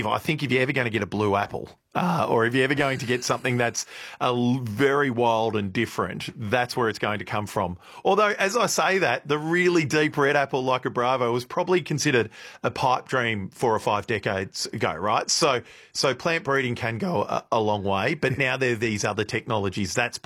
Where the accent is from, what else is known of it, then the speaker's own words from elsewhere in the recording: Shepparton, Victoria, Australia; and I'm not saying this just because it's my hometown, Shepparton, the secondary college in Shepparton